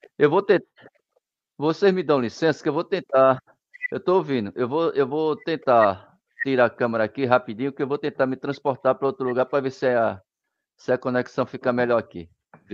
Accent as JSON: {"language": "Portuguese", "town": "Recife", "region": "Pernambuco", "country": "Brazil", "said": "sou de Recife, Pernambuco."}